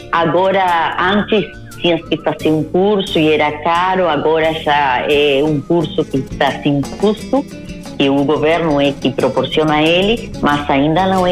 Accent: Rio Branco, Cerro Largo, Uruguay; also born or lived in Melo; Eu nasci em Melo e vim para Rio Branco, que a família da minha mãe é daí.

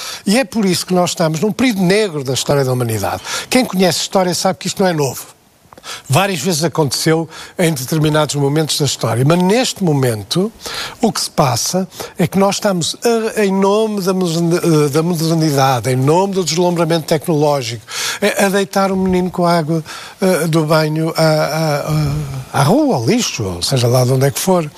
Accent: Porto, Norte, Portugal; born or raised there

